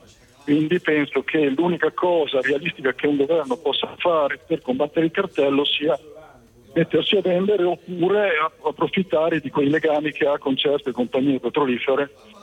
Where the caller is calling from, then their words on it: Modena, Emilia-Romagna, Italy; io sono quello di Modena